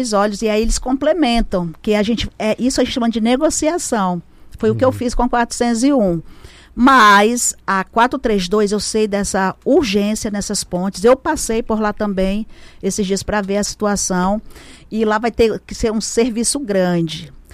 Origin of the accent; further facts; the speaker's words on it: São João da Baliza, Roraima, Brazil; eu sou lá do sul do estado, sou lá do Baliza.